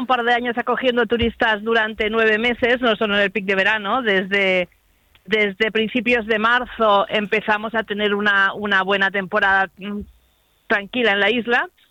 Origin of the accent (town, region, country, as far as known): Menorca, Balearic Islands, Spain